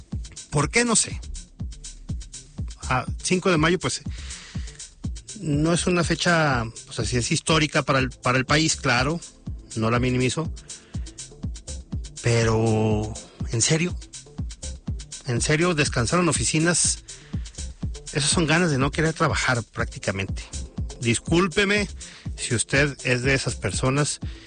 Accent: Mexico; nosotros como mexicanos

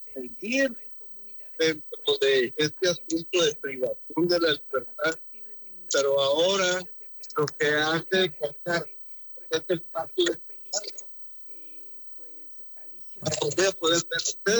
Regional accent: Mexico; Y todos como mexicanos, vamos todos a encontrar el camino de cómo recibir lo que se ocupa de México.

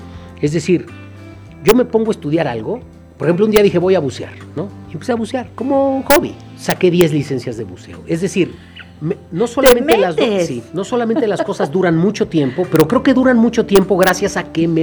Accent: Mexico

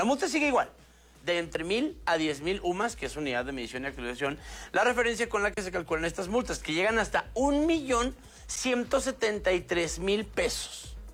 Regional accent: Chihuahua, Mexico; Digo, yo soy chihuahuense.

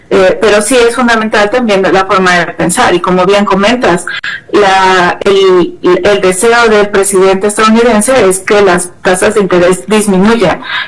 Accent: Mexico; ¿Qué nos interesa como mexicanos?

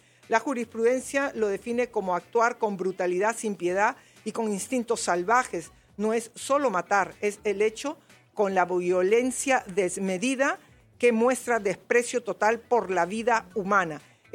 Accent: Peru; como somos los peruanos

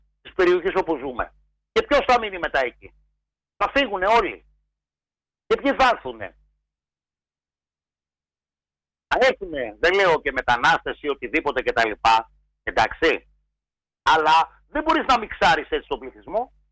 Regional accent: Oktonia, Central Greece, Greece; Εγώ κατάγομαι από την Οκτωνιά. Πήγαινε σήμερα να δεις την Οκτωνιά, ένα καφενείο και τέσσερα σπίτια. Αυτό που κάποτε ήταν κεφαλοχώρι.

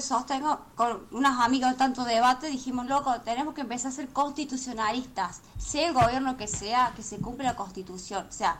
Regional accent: Córdoba, Argentina; now in Traslasierra Valley, Argentina; Sí, de la provincia de Córdoba. Ciudad de Córdoba y vivo en Valle de Tras la Sierra. Así que bueno, de la provincia me digo.

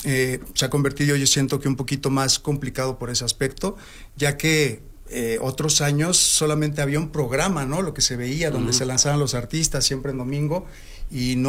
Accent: Veracruz, Mexico; Mucha gente no piensa que soy mexicano, mucha gente piensa que soy dominicano, cubano, de Costa Rica o algo así.

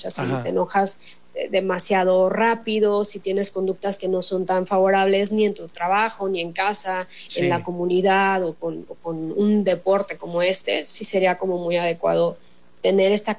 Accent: Mexico; de la comunidad como mexicanos

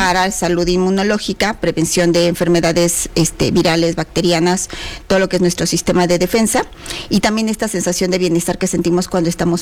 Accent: Mexico; como mexicanos creo que tenemos que trabajar bastante

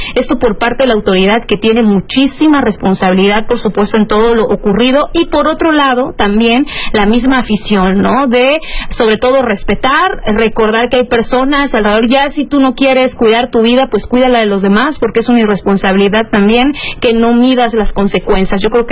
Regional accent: Mexico; esta unidad que también como mexicanos

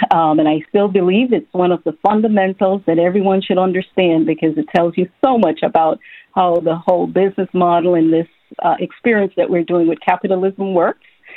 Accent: Belize; moved away as an adult; also born or lived in New Jersey / New York / Washington, D.C.; now in Atlanta, United States; I was born in Belize, Central America, and just had the fortunate time of spending some time there in the last couple of weeks. So grew up in Belize all the way through high school and then came to the United States to attend college.

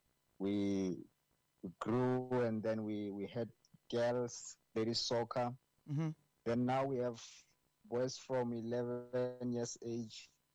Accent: Polokwane, Limpopo, South Africa; coach and founder of Young Pleasant Football Club. Mm-hmm. I come from Polokwane, but outside town, Hamalepo Arampiri.

